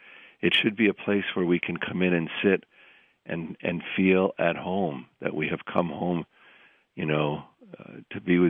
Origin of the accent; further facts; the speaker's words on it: Vermont, United States; I'm a New Englander. When I cross the border into Vermont, I know I've come home.